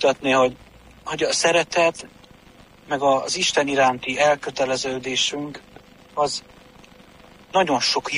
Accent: Transylvania, Romania; moved away as an adult; now in Siófok, Hungary; Én is erdélyi gyerek vagyok.

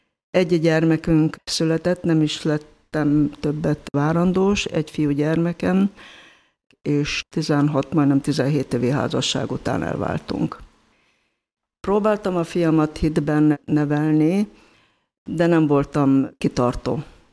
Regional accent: Budapest, Hungary; Egyedüli gyermek vagyok, viszont nagy családban nőttem fel, a nagyszüleimmel együtt éltünk 15. kerületben Rákospalotán, egy családi házban, édesanyámék szüleivel éltünk együtt

